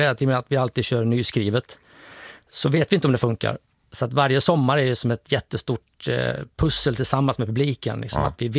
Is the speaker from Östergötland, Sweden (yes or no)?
no; Västra Götaland County, Sweden; accent: Sjuhärad dialect; som man gör hemma vid, runt kring Sjuhäradsbygden. Det är den här dialekten som vi har hemma i vår by där jag kommer ifrån. Pratar vi på detta viset.